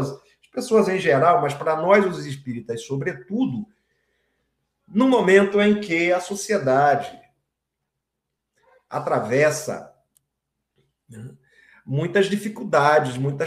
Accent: Bahia, Brazil; moved away as an adult; also born or lived in Rondônia; Aqui na Bahia, hoje, porque me transferi para a Bahia em 2018, de volta, já que eu sou baiano

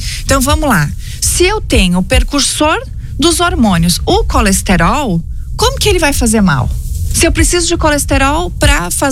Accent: Rio Grande do Sul, Brazil; eu que sou gaúcha

